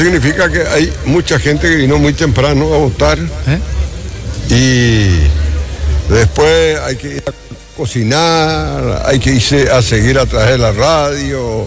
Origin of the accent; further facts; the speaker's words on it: Luque, Central, Paraguay; Somos paraguayos, somos luqueños